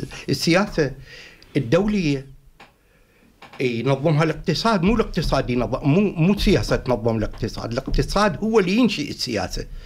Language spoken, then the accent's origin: Arabic; Iraq; moved away; أنا عراقي صابئي